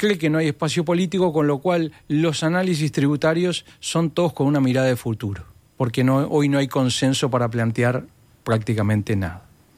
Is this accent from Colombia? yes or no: no; Uruguay